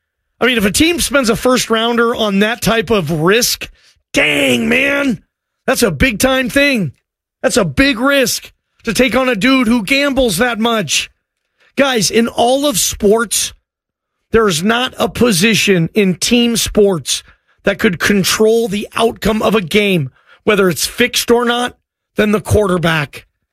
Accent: Georgia, United States; born there; Ooh, I was born in Georgia, Stuart. I bet you didn't know that.

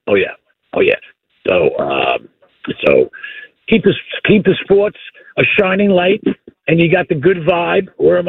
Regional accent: Long Island, New York, United States; now in Virginia, United States; I grew up in Long Island.

